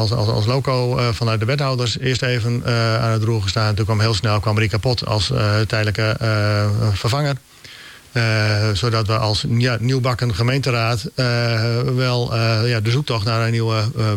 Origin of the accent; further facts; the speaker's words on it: Groningen, Netherlands; Ik ben een Groninger, Noorderling, kom hier vandaan. Ik heb ook de landbouw in mij, achter mij.